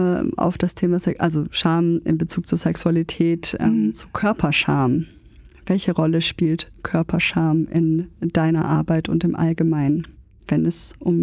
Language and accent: German; Swabia, Germany; Ich als Schwabe